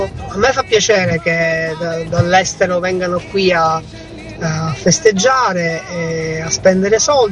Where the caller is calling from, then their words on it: Palermo, Sicily, Italy; Io sono di Palermo, vivo a Palermo in centro